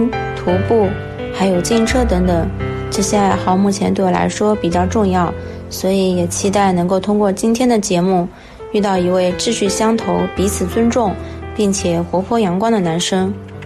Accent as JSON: {"language": "Chinese", "town": "Taixing", "region": "Jiangsu", "country": "China", "lives_now": "Yangzhou, China", "said": "我是84年出生，硕士研究生学历，是江苏泰兴人，现在在扬州生活，"}